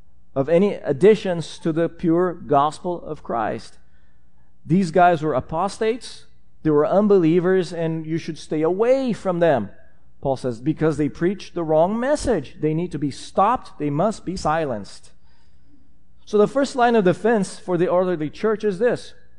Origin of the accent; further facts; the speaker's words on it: Brazil; My home country, Brazil, is a quote-unquote ripe mission field for these guys.